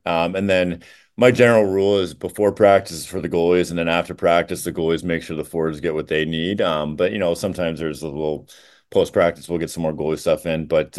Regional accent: Janesville, Wisconsin, United States; I was from Janesville.

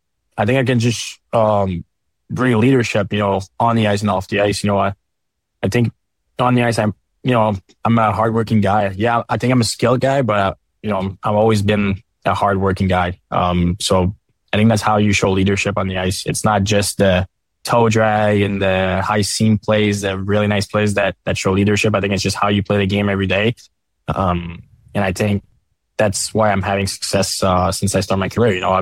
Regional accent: Quebec, Canada; Yeah, I bought my house where I work out in the summer. It's 30 minutes from my hometown. It's 20 minutes from Quebec City where my wife grew up.

